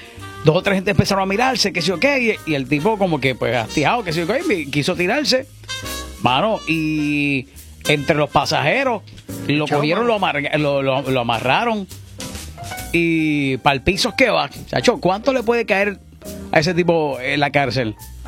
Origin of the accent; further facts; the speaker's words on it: Puerto Rico; como somos los puertorriqueños